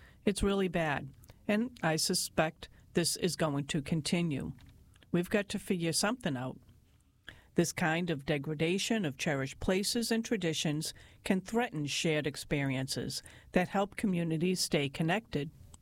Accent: Cherry Valley, New York, United States; when Hurricane Irene and Tropical Storm Lee hit my hometown of Cherry Valley, New York in 2011.

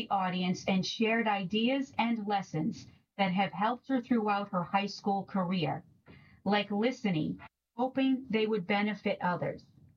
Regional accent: Cleveland, Ohio, United States; I'm from Cleveland, he managed to say. That's the first time I ever read anything good about my hometown.

